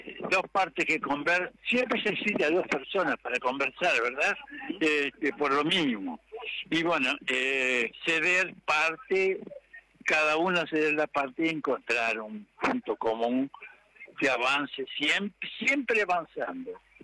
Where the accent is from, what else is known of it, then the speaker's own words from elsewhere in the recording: Tranqueras, Rivera, Uruguay; Bueno, y acá Tranqueras se logró una cantidad enorme de cosas, porque además era mi pueblo natal.